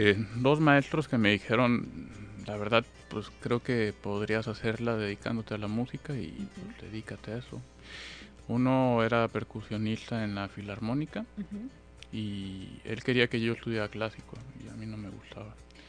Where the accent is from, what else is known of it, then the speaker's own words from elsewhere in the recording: Acapulco, Guerrero, Mexico; moved away as an adult; also born or lived in Mexico City; yo soy acapulqueño, ajá, nací aquí, crecí aquí, viví hasta los 18 años aquí. Ajá. Y después me fui a vivir a la Ciudad de México, me fui a estudiar música. Viví como 13 años allá.